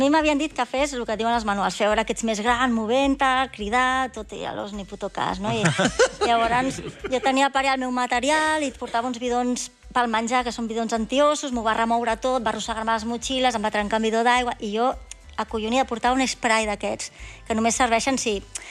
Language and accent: Catalan; Catalonia, Spain; Els dos que hi ha som catalans.